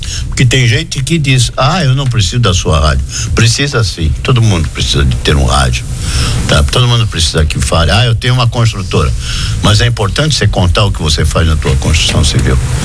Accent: Santos, São Paulo, Brazil; moved away as an adult; now in Balneário Camboriú, Brazil; Eu sou de Santos e eu trabalhava em São Paulo, eu subia e descia

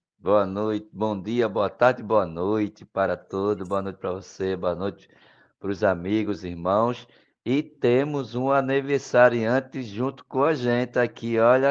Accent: Recife, Pernambuco, Brazil; sou de Recife, Pernambuco, sou moreno claro

